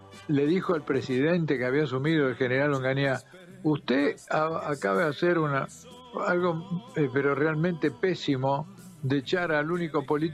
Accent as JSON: {"language": "Spanish", "country": "Argentina", "said": "y yo, como buen argentino desconfiado, canté un tema"}